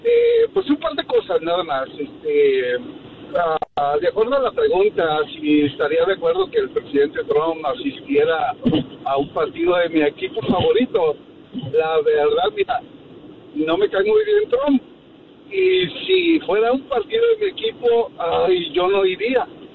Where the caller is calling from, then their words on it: Chicago, Illinois, United States; De la ciudad de los vientos, Chicago, Illinois.